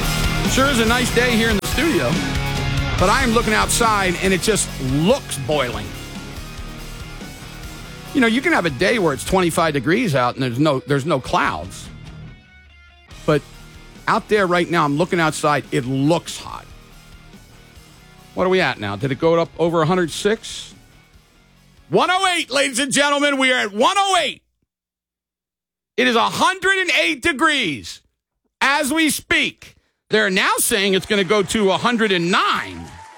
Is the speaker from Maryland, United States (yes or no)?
yes; Maryland, United States; I come from Maryland. I'm going, what the heck is this, man?